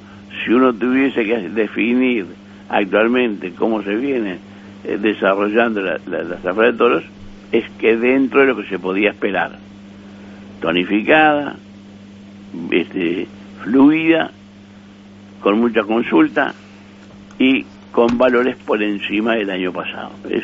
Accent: Uruguay; Desde el punto de vista estrictamente uruguayo

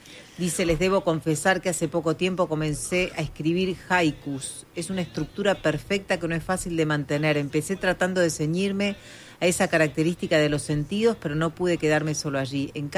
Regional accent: Uruguay

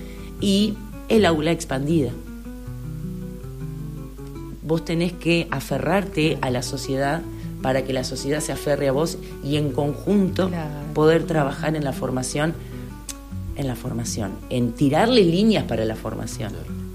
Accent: Uruguay; soy una uruguaya afortunada

